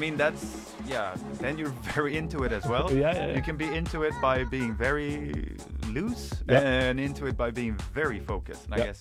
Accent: Laholm, Halland County, Sweden; moved away; back where I grew up in Laholm.

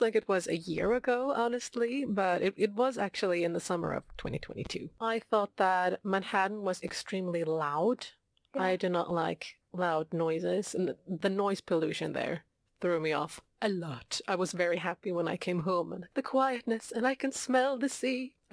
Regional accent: Gothenburg, Västra Götaland, Sweden; I grew up just outside of Gothenburg. basically in Gothenburg, but just on the outside.

